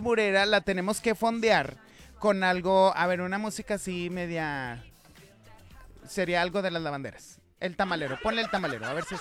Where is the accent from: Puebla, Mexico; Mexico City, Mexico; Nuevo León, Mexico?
Nuevo León, Mexico; Monterrey